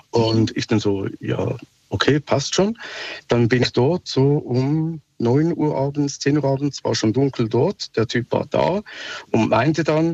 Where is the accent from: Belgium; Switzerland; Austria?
Switzerland; now in Lörrach, Germany; Ich rufe jetzt gerade aus Lörrach an. Sorry, mein Akzent, ich bin Schweizer.